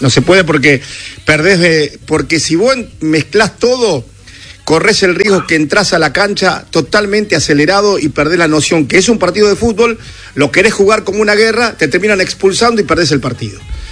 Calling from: Santiago del Estero, Argentina; de Santiago del Estero.

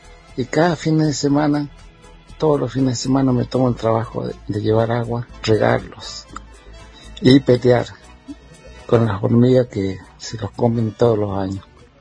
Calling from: San Rafael, Mendoza, Argentina; soy de San Rafael de Miguel.

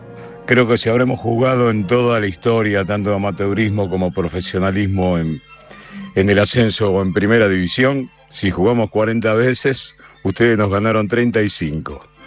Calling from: Buenos Aires, Argentina; de Versalles, barrio de Capital Federal.

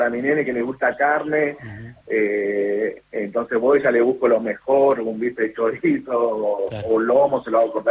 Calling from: Rafael Calzada, Buenos Aires Province, Argentina; de zona sur, Almirante Brón, Rafael Calzada.

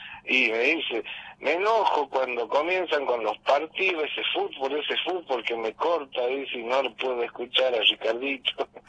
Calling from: San Salvador de Jujuy, Jujuy, Argentina; Nosotros somos de San Salvador.

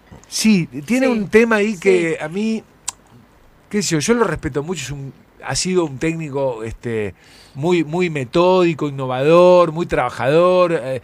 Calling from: Ángel Gallardo, Santa Fe, Argentina; de Ángel Gallardo Santa Fe, 319 el DNI.

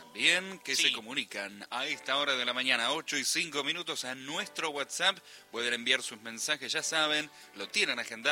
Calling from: Chicoana, Salta, Argentina; de Chicoana, sí. Salta. Saliendo al trabajo, gracias por estar.

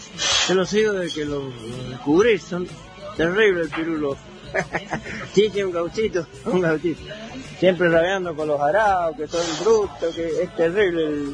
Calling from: Cuadro Venegas, Mendoza, Argentina; de Cuadro Venegas.

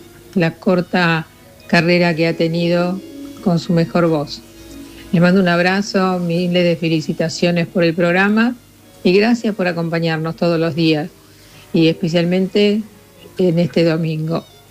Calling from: Buenos Aires, Argentina; de Recoleta.

